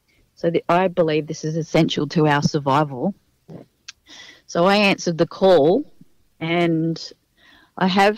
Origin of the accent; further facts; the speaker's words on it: Australia; I grew up travelling all around Australia